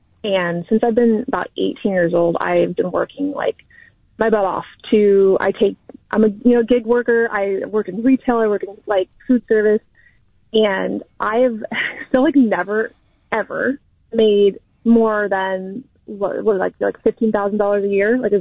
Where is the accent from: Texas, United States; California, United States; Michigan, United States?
California, United States; Martinez; Like I grew up in Martinez. I see the quote unquote kind of suburban normal life. Like we were working class family kind